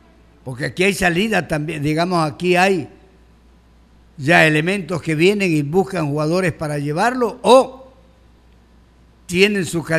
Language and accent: Spanish; Ecuador